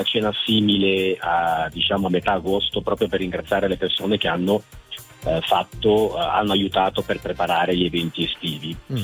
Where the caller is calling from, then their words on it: Lombardy, Italy; io chiamo dalla Snigo, paese della provincia di Como, in sì. Alta Vallassino, paesino delle montagne, 460 abitanti.